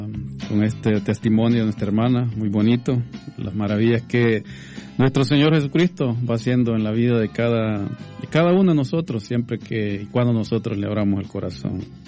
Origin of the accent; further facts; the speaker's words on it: Cuscatlán, El Salvador; moved away as an adult; soy salvadoreño, vengo de un cantón, no decir que vengo de un pueblo de la ciudad, porque no es así, ¿verdad? Vengo de un cantón que se llama El Espinal, en el departamento de Cuscatlán.